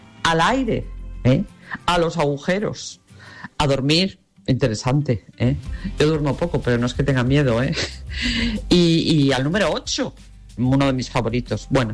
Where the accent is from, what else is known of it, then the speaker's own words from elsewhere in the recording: Cantabria, Spain; now in Seville, Spain; Buenas noches, fareros, fareras. Soy cántabra en Sevilla.